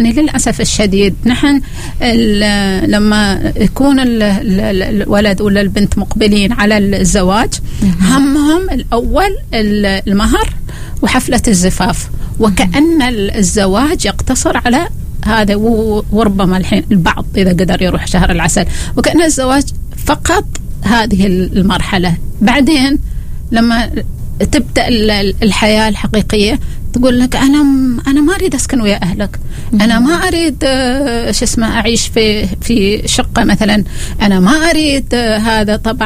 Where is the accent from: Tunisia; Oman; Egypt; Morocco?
Oman; عندنا في عمان